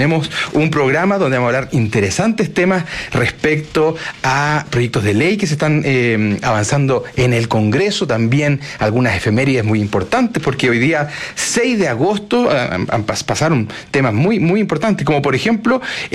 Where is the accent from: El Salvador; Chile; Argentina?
Chile; Concepción, Biobío; Un programa regional, yo soy de Concepción, siempre mando saludos a todos de Concepción, Los Ángeles, de mi zona